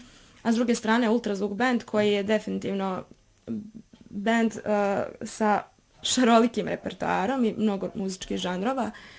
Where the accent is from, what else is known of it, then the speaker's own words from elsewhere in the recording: Drvar, Federation of Bosnia and Herzegovina, Bosnia & Herzegovina; Taj neki moj kao muzički put, u suštini ja sam odrasla u Drvaru.